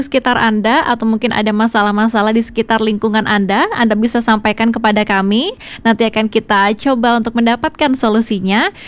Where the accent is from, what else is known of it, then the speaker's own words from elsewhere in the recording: Bali, Indonesia; bahkan mungkin sebagai warga Bali kadang udah males ya untuk pergi ke daerah-daerah yang ramai